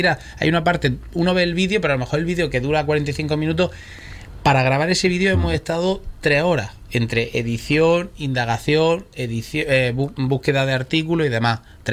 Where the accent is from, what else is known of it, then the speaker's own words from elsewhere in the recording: Andalusia, Spain; Sí, es que sí, es que somos andaluces.